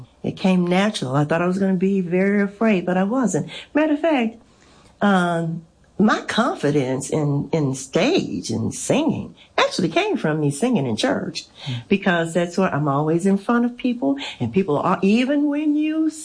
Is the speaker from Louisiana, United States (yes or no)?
yes; Shreveport, Louisiana, United States; I actually grew up in Shreveport in the, we call it, it's the Cedar Grove area, but Pine Valley is a little cove of neighborhood that I grew up in. Very, kind of strict, Baptist upbringing.